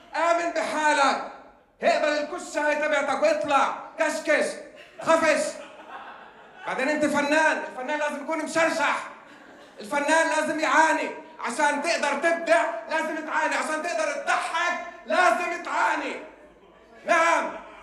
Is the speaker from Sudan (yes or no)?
no; Haifa, Haifa District, Israel; كوني إن أنا من حيفا وعايش بين الجبال والبحر